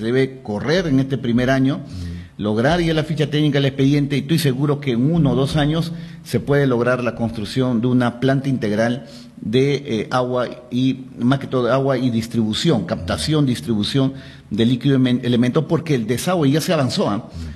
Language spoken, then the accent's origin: Spanish; Pichanaki, Junín, Peru; Porque soy de Pichanaki. Y que ahí iniciamos nuestra historia empresarial, familiar. Tengo mis propiedades, mi domicilio, la casa de mis padres, ¿no?